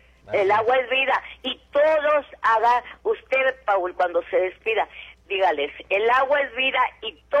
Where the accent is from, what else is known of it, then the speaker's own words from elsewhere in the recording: Chihuahua, Mexico; born there; moved away as an adult; now in Ciudad Juárez, Mexico; Soy una mujer de la tercera edad. Nací en Chihuahua. y me vine a los 18 años aquí a Juárez en 2008.